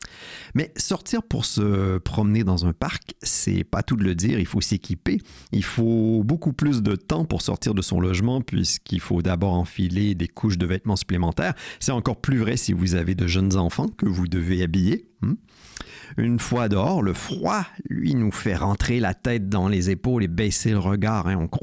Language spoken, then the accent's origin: French; Quebec, Canada; comme je viens du Québec